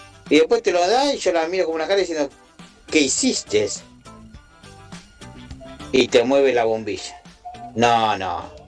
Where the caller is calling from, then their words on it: José León Suárez, Buenos Aires, Argentina; de José Luis Suárez